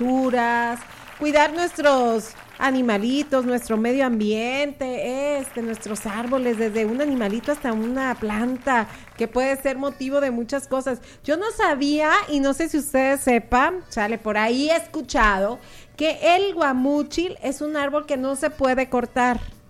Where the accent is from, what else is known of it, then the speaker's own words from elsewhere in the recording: Mexico; yo soy mexicana